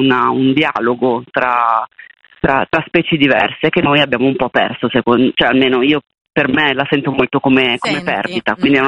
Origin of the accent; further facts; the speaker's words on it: Milan, Lombardy, Italy; io sono milanese